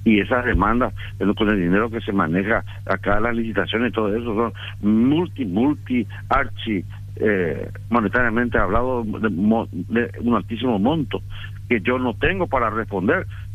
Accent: Paraguay; sino soy el cirujano paraguayo y represento y unifico a mi país.

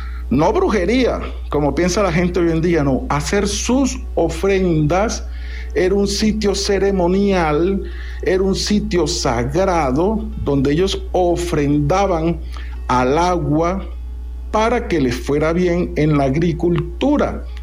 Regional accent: Santa Marta, Magdalena, Colombia; a mi tierra, que es la ciudad de Santa Marta.

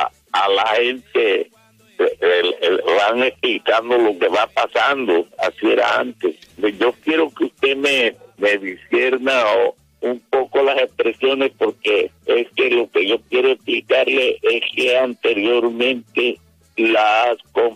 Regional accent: El Paso, Cesar, Colombia; Somos nativos del Paso César. nací en el año de 1932.

